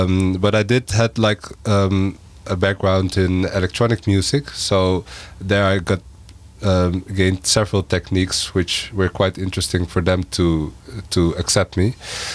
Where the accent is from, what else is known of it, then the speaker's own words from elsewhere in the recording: Utrecht, Netherlands; Yes, I'm from Utrecht.